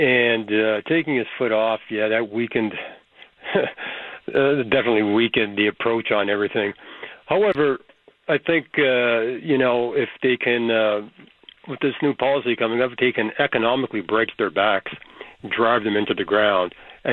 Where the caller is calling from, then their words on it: Canada; I, for one, as a Canadian